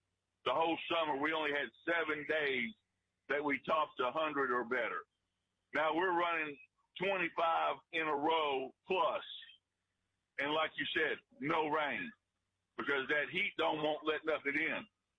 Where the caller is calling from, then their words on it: Mineral Wells, United States; Mineral Wells, kind of my neck of the woods. And that's pretty, I'm not going to say mountainous, but it's the northern part of the hill country.